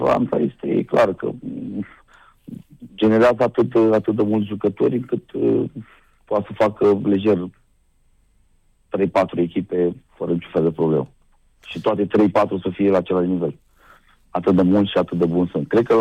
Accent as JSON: {"language": "Romanian", "country": "Romania", "said": "noi ca români"}